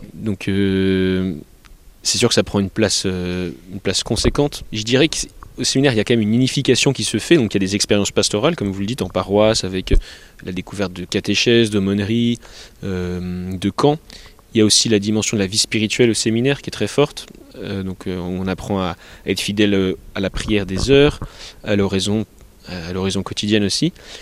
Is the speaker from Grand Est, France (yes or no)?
yes; Épernay, Grand Est, France; Enfin, donc j'ai grandi à Épernay, mais j'ai peu participé à la vie paroissiale.